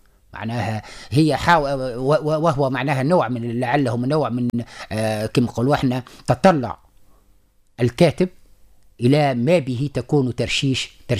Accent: Sahel, Tunisia; also born or lived in Moscow; عندنا في الساحل

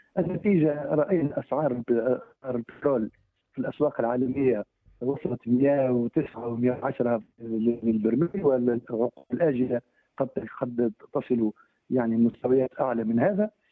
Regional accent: Tunisia; نعم، في بلدنا تونس.

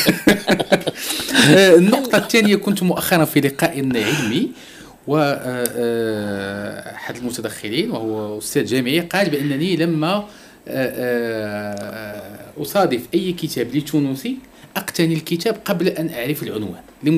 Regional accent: Morocco; وأنا طفل مغربي

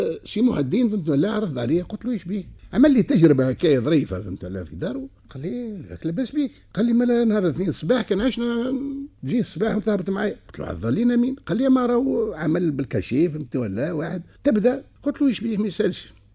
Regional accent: Radès, Ben Arous, Tunisia; بحكم وجودي في رادس، أنا من مواليد رادس، عاد عندنا جمعية نجم الضواحي

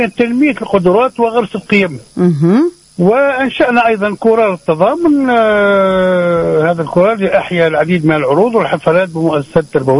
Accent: Tunisia; تجارب تنموية ناجحة في بلادنا

